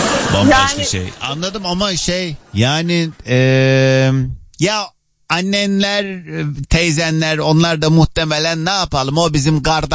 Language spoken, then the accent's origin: Turkish; Kars, Turkey; Yani ben de hani aynı yöre insanıyım, Karslıyım.